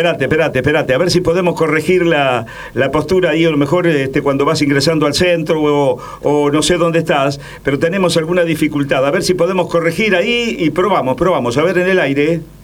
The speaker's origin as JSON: {"language": "Spanish", "country": "Argentina"}